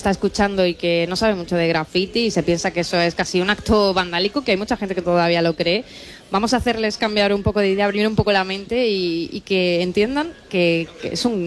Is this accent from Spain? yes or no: yes; Adra, Andalusia, Spain; Yo soy de Adra